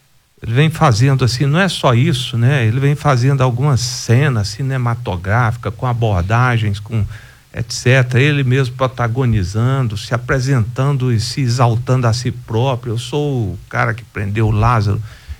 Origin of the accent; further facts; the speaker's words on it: Goiás, Brazil; eu sou goiano